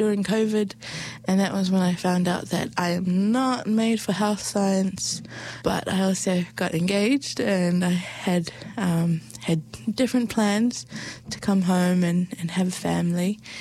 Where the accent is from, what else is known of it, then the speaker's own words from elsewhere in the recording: Auckland, New Zealand; moved away; also born or lived in Melbourne; We grew up in Auckland feeling pretty normal. There were lots of other people who were mixed ethnicities around us. But then when we went to Melbourne